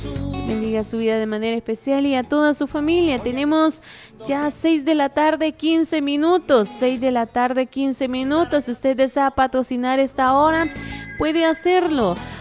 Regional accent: Santa Ana, El Salvador; Nosotros somos de Santa Ana, El Salvador. Para los que nos escuchan fuera de nuestras fronteras, por acá somos del Pulgarcito de América.

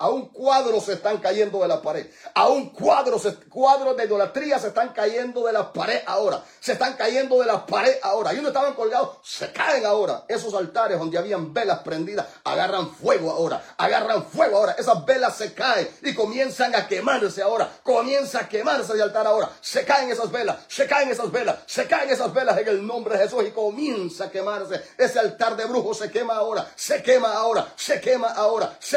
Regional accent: El Salvador; now in Orange County, California, United States; Soy de en medio de Chilcuyo y Cujucuyo. No me avergüenzo decirlo. De ahí vengo. Pero ahorita estamos ubicados en el condado de Orange, California.

